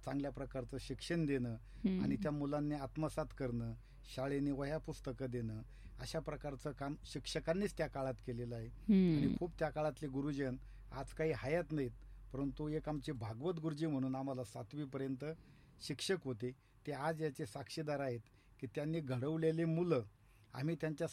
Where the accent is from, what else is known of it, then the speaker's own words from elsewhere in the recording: Hasnapur, Maharashtra, India; मी proper Shevgaon तालुक्यातला हसनापूर गाव हे जे म्हणजे आवर्षण प्रवण क्षेत्रात मोडणारं गाव आहे आणि ऊस तोडणी कामगारांचा मुलगा आहे.